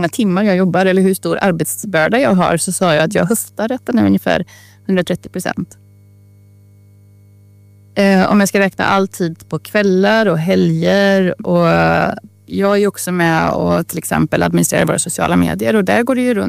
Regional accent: Trollhättan, Västra Götaland County, Sweden; När jag växte upp i Trollhättan så skrev man i TTELA på ett helt annat sätt om lokalpolitiken.

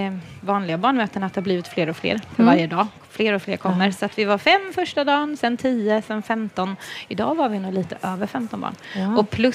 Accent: Värnamo, Jönköping County, Sweden; Ja, och jag är ju från Värnamo och då från Arkens pingstförsamling.

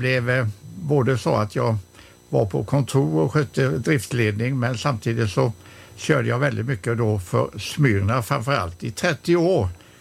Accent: Sjövik, Västra Götaland County, Sweden; born there; also born or lived in Mölndal / Kållered / Furusjö / Partille; Och då var 57 vi kom till Sjövik, en smalspårig järnväg som numera är nedlagd. Och där bodde vi också väldigt, väldigt nära spåren.

